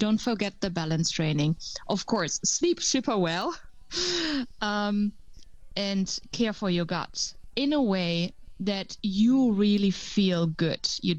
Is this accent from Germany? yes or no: yes; Germany; English is a second language; now in Netherlands